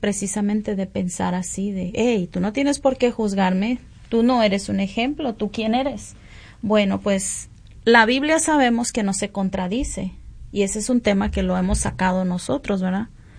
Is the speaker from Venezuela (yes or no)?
no; Sonora, Mexico; los que somos de Sonora, ¿verdad?